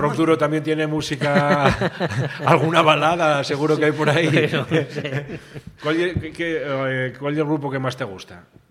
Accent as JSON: {"language": "Spanish", "town": "Valladolid", "region": "Castile and León", "country": "Spain", "said": "Oye, que soy de Valladolid."}